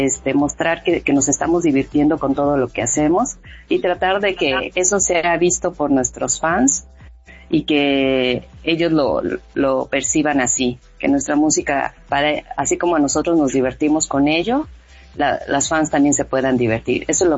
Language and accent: Spanish; Tokyo, Japan; Spanish is a second language; Básicamente es porque nosotros crecimos, somos de Tokio y Tokio es una ciudad que contiene varias culturas, está dividido en varios barrios.